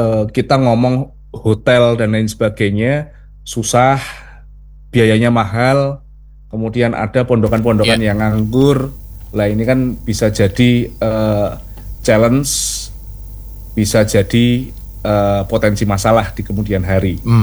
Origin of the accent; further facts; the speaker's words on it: Sorosutan, Special Region of Yogyakarta, Indonesia; Saya dari Tuanggono Sorosutan.